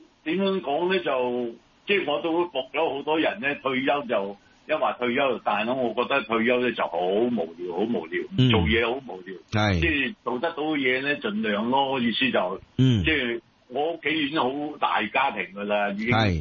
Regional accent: Hong Kong; 香港土生土長，而家都75歲。

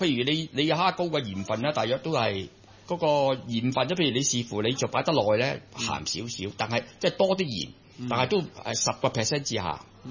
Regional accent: Hong Kong; 我们香港人又叫银虾啦

